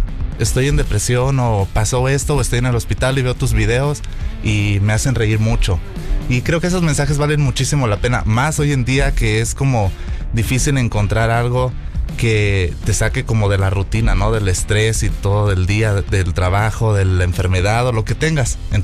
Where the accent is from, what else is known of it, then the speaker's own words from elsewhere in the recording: Lázaro Cárdenas, Michoacán, Mexico; moved away as an adult; now in Chicago, United States; yo soy de Lázaro Cárdenas, Michoacán.